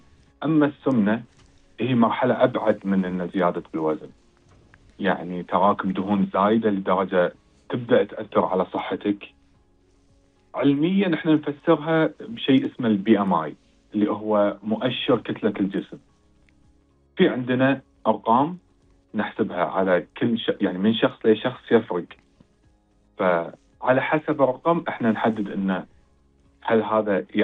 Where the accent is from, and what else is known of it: Kuwait